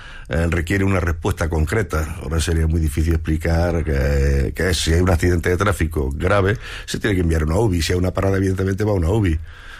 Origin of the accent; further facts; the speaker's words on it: Benmar, Andalusia, Spain; also born or lived in Jaén; Nací en Jaén, pero me crié en Benmar, cerca de Úbeda.